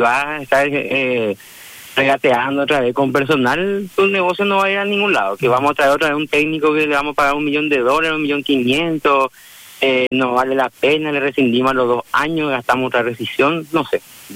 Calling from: Lambaré, Central, Paraguay; soy de Lambaré.

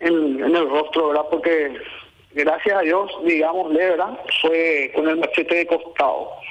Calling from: Asunción, Paraguay; Yo vivo en Sajonia

